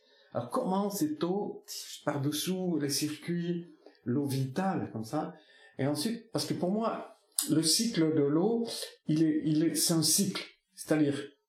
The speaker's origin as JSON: {"language": "French", "region": "Nouvelle-Aquitaine", "country": "France", "said": "chez moi, dans le Pays Basque, dans les Pyrénées"}